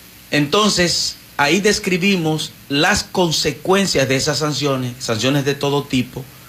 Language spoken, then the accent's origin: Spanish; Dominican Republic